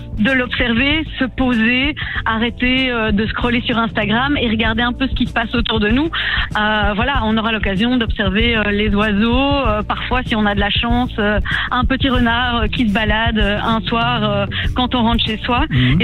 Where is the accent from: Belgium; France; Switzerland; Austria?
Belgium; Brussels, Brussels-Capital Region; ce film qui, en tant que bruxelloise, moi, m'a énormément touchée.